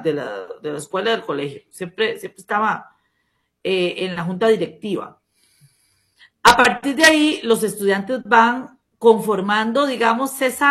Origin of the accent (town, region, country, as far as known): Costa Rica; also born or lived in Barcelona